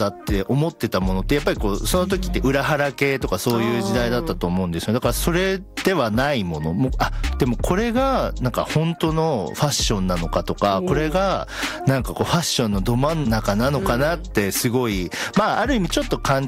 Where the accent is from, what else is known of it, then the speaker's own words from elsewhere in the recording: Chiba, Japan; born there; まあ自分千葉生まれなんですけど、うん、まあ東京とその、近からず遠からずって感じなので